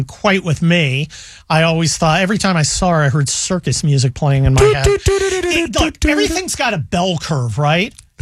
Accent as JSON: {"language": "English", "region": "Ohio", "country": "United States", "tie": "born there", "also_born_or_lived": "California / Texas", "moved": "yes", "said": "I was born in Ohio."}